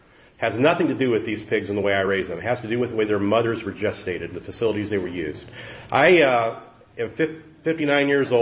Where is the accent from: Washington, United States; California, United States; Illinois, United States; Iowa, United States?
Iowa, United States; I'm a farmer from Storey County, Iowa, near Collins.